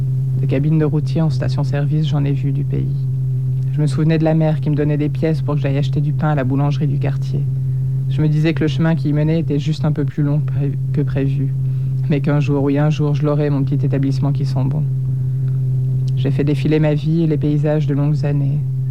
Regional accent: Geneva, Switzerland; born there; Je suis née au Paquis et ça parle de ce quartier, de ce que j'y voyais, de ce que j'aimais y voir et de ce que j'aimais y inventer.

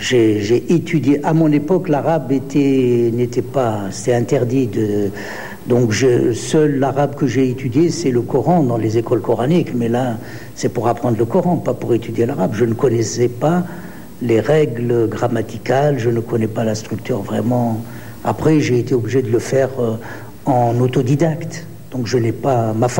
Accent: France; also born or lived in Algeria; l'âge de 25 ans, donc j'ai grandi en France, je suis retourné à l'âge de 25 ans, j'ai travaillé en Algérie jusqu'à l'âge de 50 ans et je suis revenu en France dans les années 90.

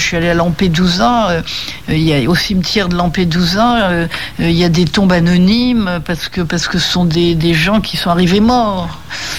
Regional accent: France; born there; Moi, je suis née en France, je suis complètement française, j'ai une part italienne, mais encore une fois, elle n'ampute pas du tout le fait que je sois française.

